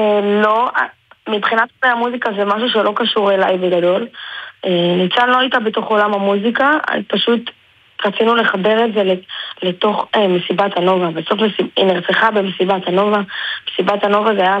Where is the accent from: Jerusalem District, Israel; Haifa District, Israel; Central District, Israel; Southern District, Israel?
Central District, Israel; Pardesiya; פרדסיה זה המקום שנולדנו בו, גדלנו בו, אבא שלי נולד וגדל פה, כאן גדלנו. אנחנו עדיין כאן גרים.